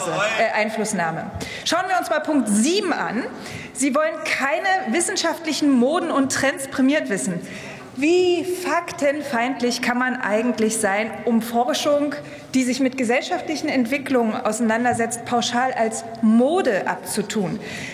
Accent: East Germany, Germany; Als Ostdeutsche ist es mir natürlich auch persönlich ein Anliegen, dass wir endlich auch mehr ostdeutsche Universitäten in der Exzellenzliga haben.

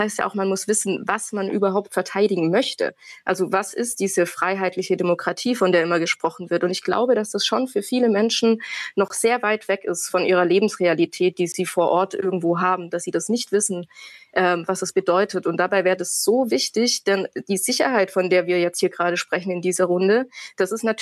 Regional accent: Baden-Württemberg, Germany; ich gehe nächste Woche wieder in den Schwarzwald, in meine Heimat.

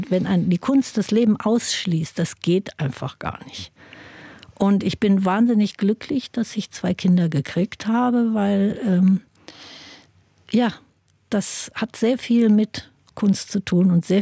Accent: Germany; Also ich bin ja anders aufgewachsen in Deutschland und nicht in New York

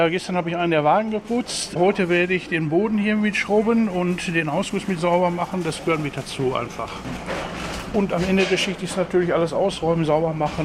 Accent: Dortmund, North Rhine-Westphalia, Germany; born there; Ich bin gebürtiger Dortmunder, ja.

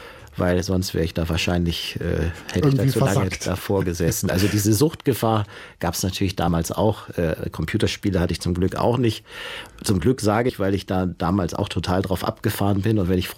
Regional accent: Norderstedt, Schleswig-Holstein, Germany; Ich wurde sogar streng genommen in Hamburg geboren, und zwar ein paar hundert Meter über die Stadtgrenze hinaus. Norderstedt und Hamburg gehen wirklich fast direkt ineinander über.

